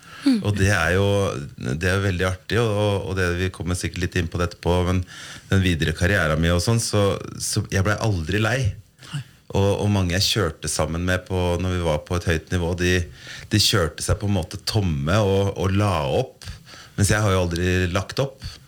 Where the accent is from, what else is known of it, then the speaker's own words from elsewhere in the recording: Horten, Vestfold, Norway; Jeg på en måte en slags bygutt som søkte tidlig til fjellet og mens Horten jo en plass jeg veldig gjerne reiser til om sommeren